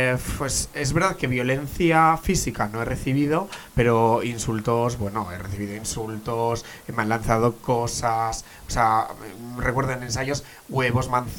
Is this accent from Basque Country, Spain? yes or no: yes; Irun, Basque Country, Spain; Yo, bueno, pensar que soy de Irún, estudié en Irún y luego estudié en Hondarribi.